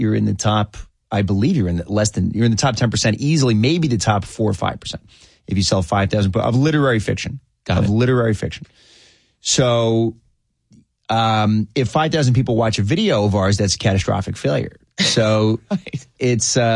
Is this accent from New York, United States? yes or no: yes; New York, United States; I'm from Rockland County. So the people that are in my extended family, they would not think that I sound like I'm from anywhere. The Bronx affectation of those voices is crazy. So I don't have any of that. But I grew up in Rockland County.